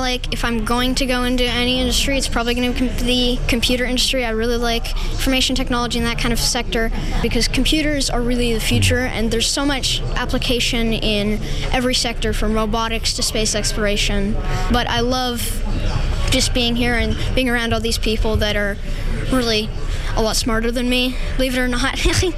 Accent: Vancouver, British Columbia, Canada; I'm from Vancouver, BC, Canada, and I am 13 years old as of 24 hours ago.

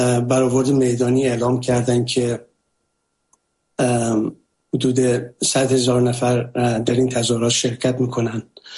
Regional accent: Iran; برای اینکه من به عنوان یک ایرانی بتونم در این برنامه شرکت بکنم و صدای مردم ایران باشم

